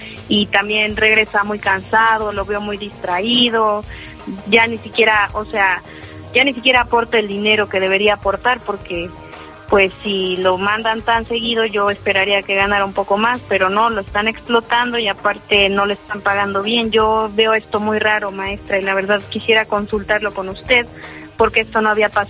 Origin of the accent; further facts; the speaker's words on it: El Salvador; now in Riverside, United States; Yo soy de El Salvador, pero estoy viviendo en California.